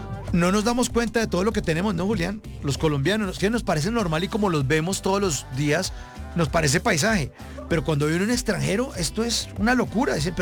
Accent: Bogotá, Colombia; Entonces, claro, yo vengo de Bogotá, donde uno ve copetones.

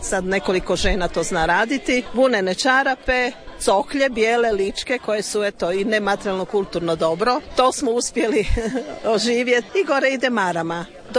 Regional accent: Lika-Senj County, Croatia

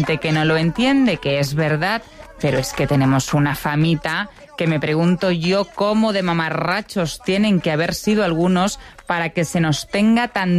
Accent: Madrid, Community of Madrid, Spain; Como madrileña me veo con la autoridad moral para afirmar que Madrid es uno de los lugares más hostiles para pasar el verano.

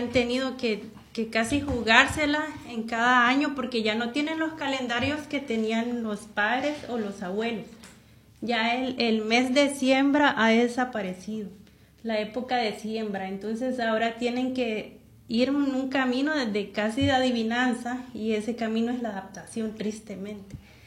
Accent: Costa Rica

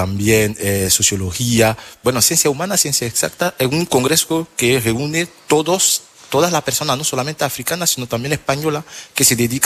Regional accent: Côte d’Ivoire; now in Las Palmas de Gran Canaria, Spain; Soy de Costa de Marfil, soy nacional de Costa de Marfil.

